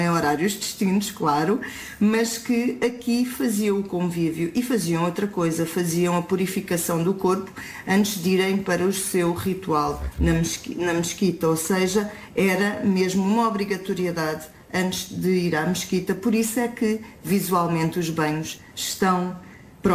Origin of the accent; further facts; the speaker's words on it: Algarve, Portugal; a água é algo que a nós nos preocupa muito como algarvios